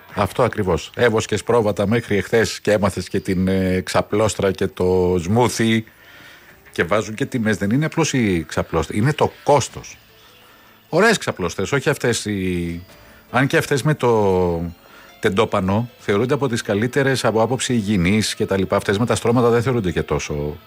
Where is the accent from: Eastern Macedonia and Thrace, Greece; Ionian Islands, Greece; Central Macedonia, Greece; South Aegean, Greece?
South Aegean, Greece; Naxos; είναι το νησί μου